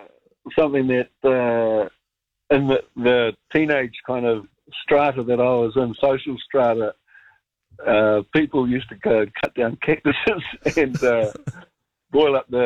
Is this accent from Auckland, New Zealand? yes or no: no; Gisborne, New Zealand; This was growing up in Gisborne. I've been to Tel Aviv, I've been to Glasgow, London, and I often say to people that growing up in Gisborne in the 80s was the roughest place